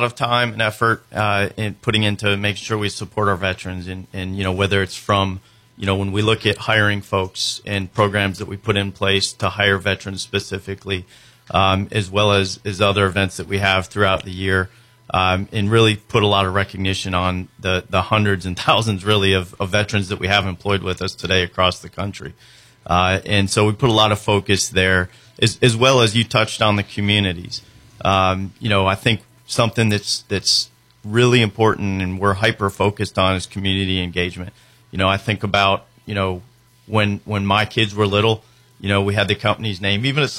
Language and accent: English; Florida, United States; I'm being from Florida, obviously, I'm a little biased to NASCAR.